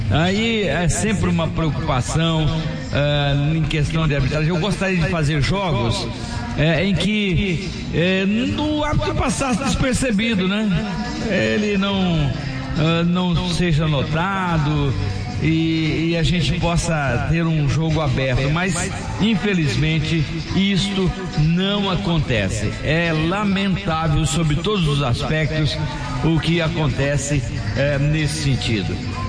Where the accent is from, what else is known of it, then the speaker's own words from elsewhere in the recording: Votuporanga, São Paulo, Brazil; born there; also born or lived in São José do Rio Preto; now in Salvador, Brazil; Eu nasci em Votuporanga, passei por São José do Rio Preto, capital de São Paulo, São Paulo, morando na Zona Leste, Tatuapé, depois vim para Salvador.